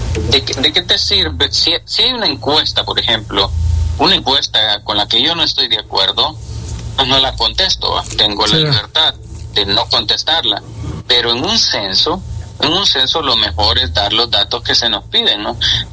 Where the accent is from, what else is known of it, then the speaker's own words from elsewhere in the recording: Honduras; nosotros como hondureños